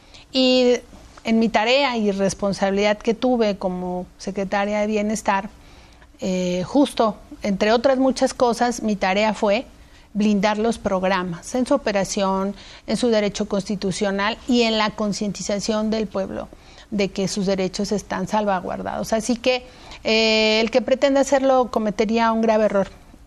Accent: Mexico City, Mexico; also born or lived in Coyoacán; Yo les digo que soy de Iztapalapa para el mundo. Y después la vida me llevó a vivir cerca de la universidad, de la UNAM, y por eso hice mi vida política en Coyoacán.

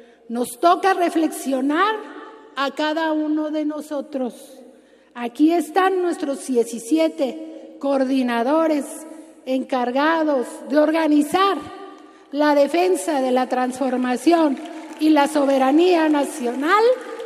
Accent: Mexico; Hoy más que nunca somos orgullosamente mexicanos.

